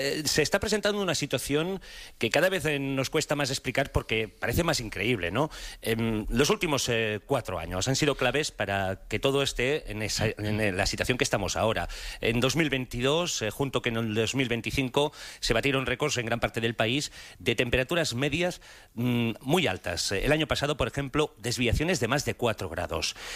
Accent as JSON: {"language": "Spanish", "town": "Barcelona", "region": "Catalonia", "country": "Spain", "said": "Mira, yo hace años me fui de Barcelona a vivir en un sitio del interior de Barcelona"}